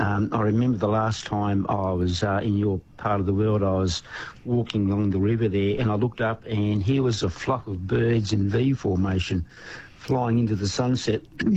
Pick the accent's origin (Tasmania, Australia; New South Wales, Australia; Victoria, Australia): Victoria, Australia; Hamilton; I'm a country boy. I'm from Hamilton in the Western District